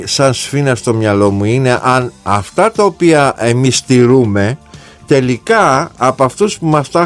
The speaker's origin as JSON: {"language": "Greek", "country": "Greece", "said": "Νομίζω ότι σαν λαός, σαν Έλληνες"}